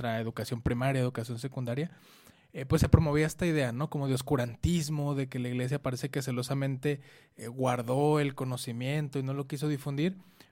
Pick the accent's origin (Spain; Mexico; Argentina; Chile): Mexico; para nosotros como universitarios mexicanos.